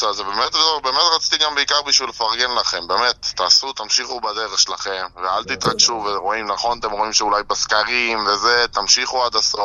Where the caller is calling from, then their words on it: Jerusalem, Jerusalem District, Israel; אני מירושלים, אני אומנם חרדי